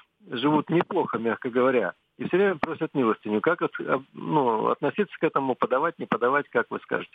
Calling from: Zvenigorod, Moscow Oblast, Russia

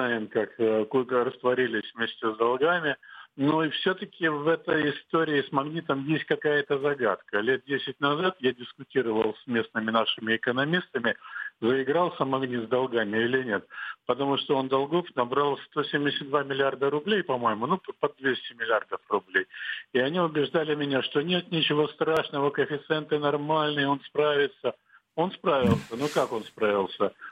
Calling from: Vladivostok, Primorsky Krai, Russia; Я звоню вам из Владивостока.

